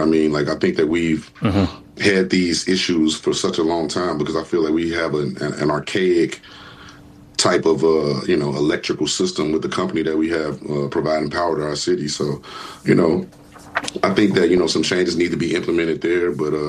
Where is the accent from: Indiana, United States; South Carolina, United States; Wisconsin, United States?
Indiana, United States; Gary; born or raised there